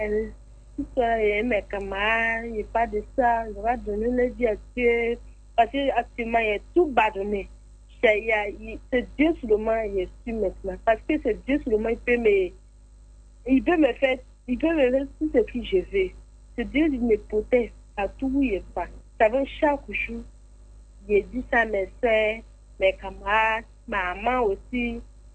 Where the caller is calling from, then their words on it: Côte d’Ivoire; Je suis à Faya.